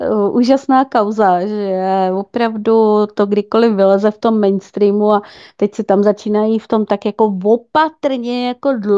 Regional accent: Plzeň Region, Czechia; Hele, u nás na Plzeňsku se říkávalo šišce šuta.

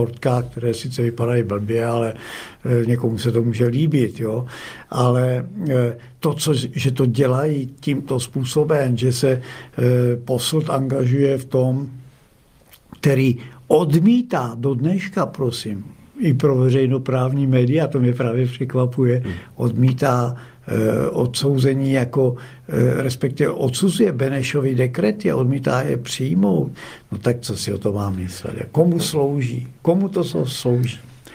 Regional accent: South Moravian Region, Czechia; já pocházím z Jihomoravského kraje

